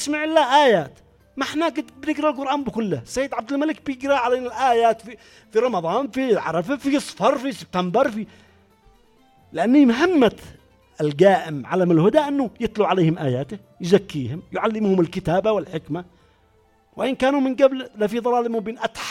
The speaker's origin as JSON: {"language": "Arabic", "country": "Yemen", "said": "واحنا يمنيين"}